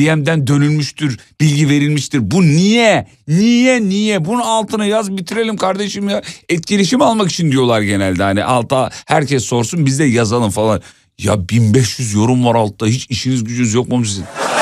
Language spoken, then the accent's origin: Turkish; Sakarya, Turkey; Sakarya'da büyüdük yani, gider gelirdik.